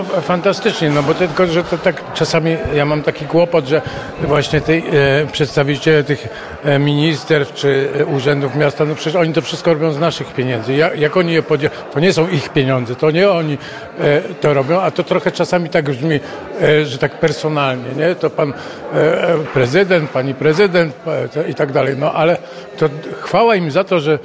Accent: Warsaw, Masovian Voivodeship, Poland; Jestem w ogóle z Pragi, tutaj mieszkałem na Grochowskiej nieopodal i łaziłem tutaj po prostu i penetrowałem te przestrzenie.

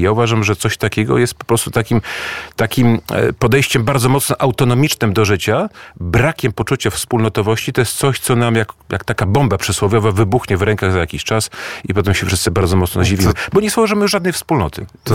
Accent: Warsaw, Masovian Voivodeship, Poland; born there; lubię Warszawę. Jestem stąd. Urodziłem się tutaj

